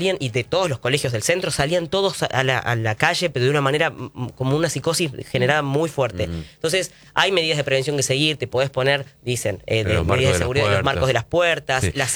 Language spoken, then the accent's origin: Spanish; Catamarca, Argentina; Bueno, la provincia de Catamarca, de donde vengo, también, siendo además límite con Chile